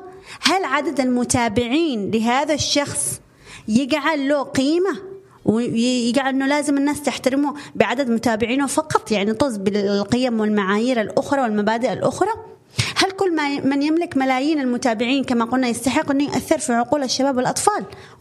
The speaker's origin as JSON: {"language": "Arabic", "country": "Yemen", "said": "لدرجة أنه تقول هذا بدت حتى عندنا باليمن يعني لدرجة مستفزة"}